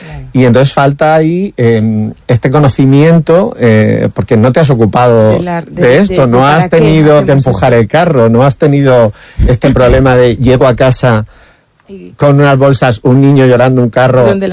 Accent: Almería, Andalusia, Spain; mi adolescencia, de mi infancia en Almería, que era incluso casi peor que Madrid, porque era mucho más la periferia de la periferia de la periferia.

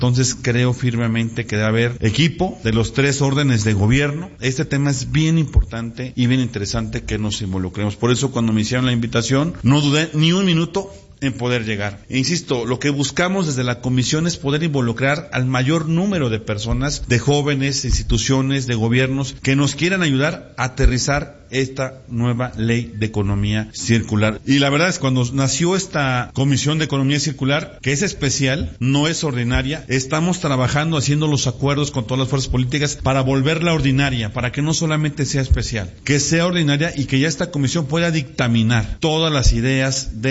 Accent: Puebla, Mexico; yo soy del estado de Puebla, aquí no muy lejos. Es un estado que tiene 7 millones de habitantes.

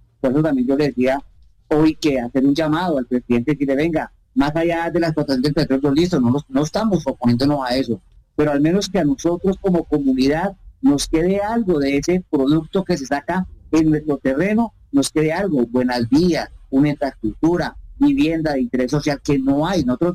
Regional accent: Chichimene, Meta, Colombia; Cuando uno habla que soy de Chichimene, que estamos en Chichimene

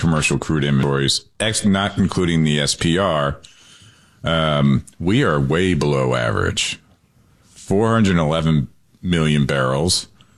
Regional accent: El Paso, Texas, United States; That's in my hometown.

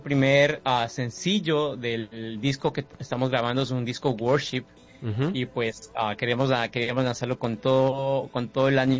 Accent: Quito, Pichincha, Ecuador; moved away as an adult; now in Tampa, United States; Bueno, yo soy de Quito, Ecuador, originalmente, pero me encuentro en el sector de Tampa, Florida, en los Estados Unidos, radicado.

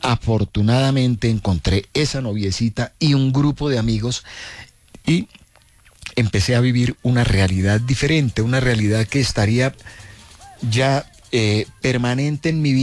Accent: Quibdó, Chocó, Colombia; born there; also born or lived in Puerto Berrío; now in Bogotá, Colombia; cuando era niño, cuando estaba en Quibdó

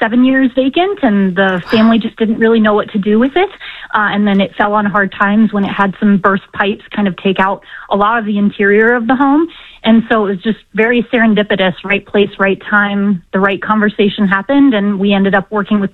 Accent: Columbus, Ohio, United States; also born or lived in Baltimore / San Francisco / Cincinnati / Chicago; now in Detroit, United States; I've lived in Baltimore and San Francisco. I grew up in Columbus, Ohio. I moved here from Cincinnati. I've lived in Chicago.

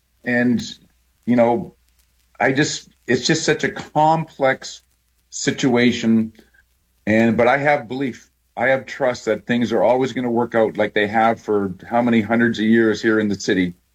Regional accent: Canada; now in New York, United States; For me, being a Canadian, adopted son of New York

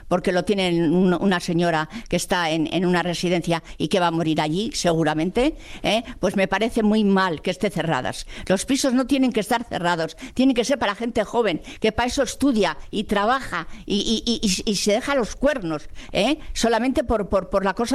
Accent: Bilbao, Basque Country, Spain; born there; now in Burceña, Spain; He nacido. Sí, en Bilbao. Lo que pasa que hace 40 y tantos o 50 años, casi nada, ¿eh? No creas que pasan en un voleo, sí. Pero te quedas parecida. Y entonces vivo en Burceña.

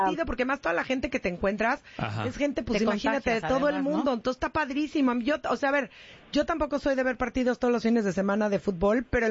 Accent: Mexico; yo, como mexicana

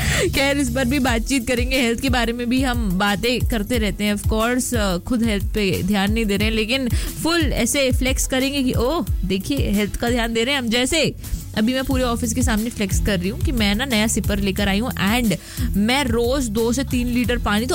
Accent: Bhopal, Madhya Pradesh, India; मैं भोपाल से हूँ

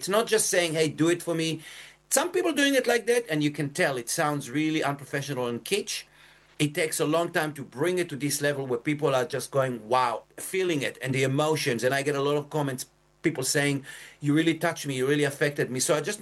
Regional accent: Kibbutz Yad Mordechai, Southern District, Israel; moved away as an adult; now in Australia; I was born in Israel in 1964. I grew up in Kibbutz Yad Mordechai

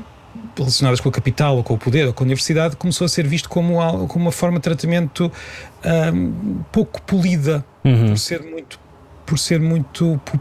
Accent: Peniche, Centro, Portugal; moved away as an adult; era da minha terra

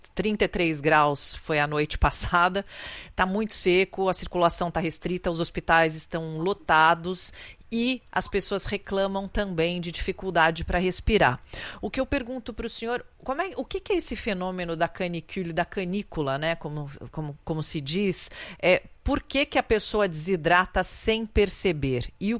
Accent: São Paulo, Brazil

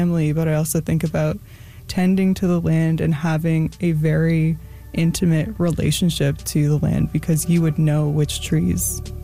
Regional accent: Tobique First Nation, New Brunswick, Canada; first language English; I'm from Ngutgut, or Tobik First Nation, in New Brunswick.

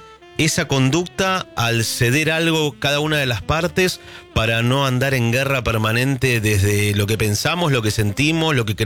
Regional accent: Argentina; Y somos tan argentinos que bueno, a veces está bueno retomar esa costumbre para estos momentos que fundaron la patria.

